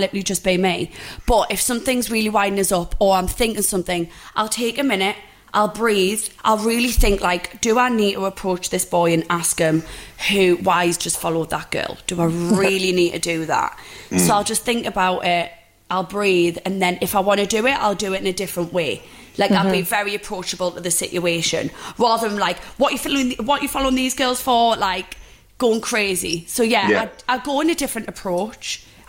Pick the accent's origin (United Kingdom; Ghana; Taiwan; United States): United Kingdom; North East England; We're Geordie girls and we are renowned for being, like, a bit cray-cray.